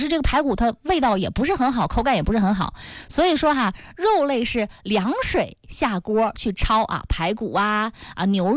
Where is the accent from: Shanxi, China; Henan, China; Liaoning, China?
Liaoning, China; Yingkou; 还有就是我们东北人，我们营口人爱吃的盐水虾